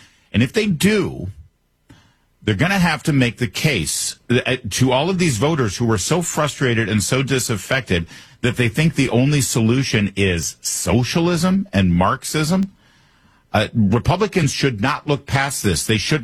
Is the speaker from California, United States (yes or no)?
yes; California, United States; I can tell you as a Californian, and most specifically as someone who is pretty familiar with the Rancho Palos Verdes South Bay area